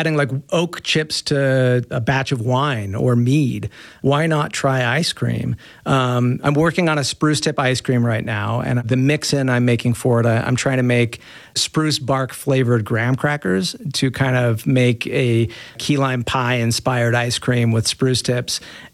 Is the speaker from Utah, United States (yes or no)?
yes; Utah, United States; I was raised quite religious. You know, I'm from Utah. I was raised Mormon